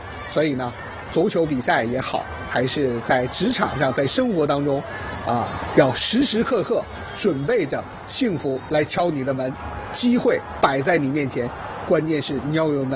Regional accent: Northeast China, China; born there

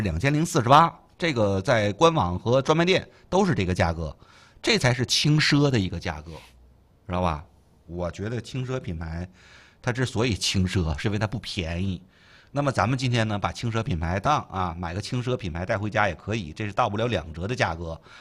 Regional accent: China; 我们中国人

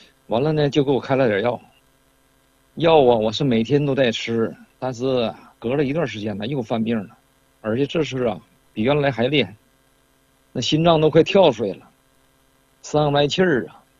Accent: Shenyang, Liaoning, China; 我是沈阳的。

